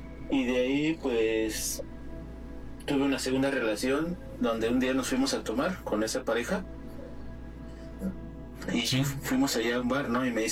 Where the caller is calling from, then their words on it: Toluca, State of Mexico, Mexico; De aquí de Toluca